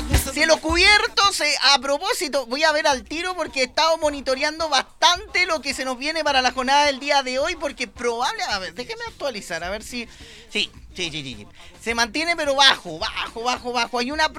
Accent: Chile; Es que somos chilenos siempre.

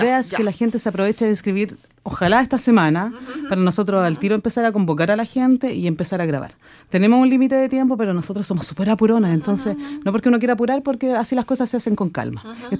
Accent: Malloa, O'Higgins, Chile; yo soy de Mayoa toda la vida

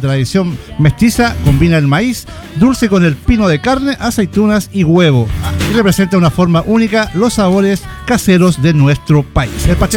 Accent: Chile; ¿Pero qué más podemos postular también nosotros como chilenos?

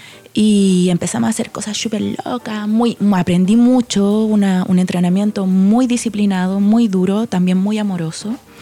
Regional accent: San Bernardo, Santiago Metropolitan Region, Chile; Crecí en San Bernardo, en el Nocedal 3. Llegué muy chiquitita y me fui después de que egresé de la U.

